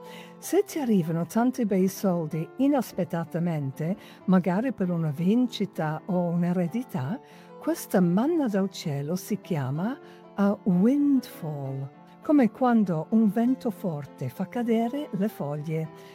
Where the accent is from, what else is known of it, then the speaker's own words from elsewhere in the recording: England, United Kingdom; Italian is a second language; siccome sono inglese